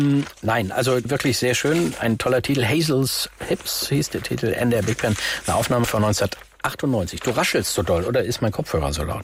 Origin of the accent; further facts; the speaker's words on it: Netherlands; also komme ich übrigens aus den Niederlanden